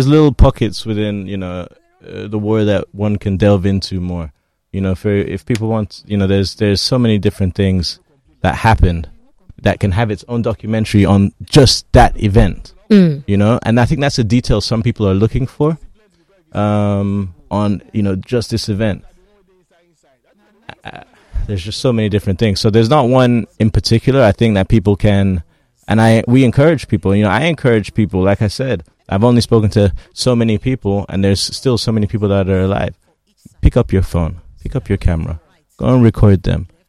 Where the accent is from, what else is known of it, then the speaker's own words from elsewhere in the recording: London, United Kingdom; also born or lived in United States; I mean, again, it's public knowledge. I grew up in London. I grew up in the US.